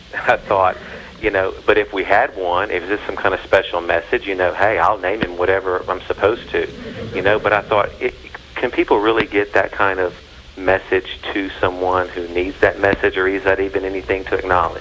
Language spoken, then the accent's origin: English; Louisiana, United States; Louisiana.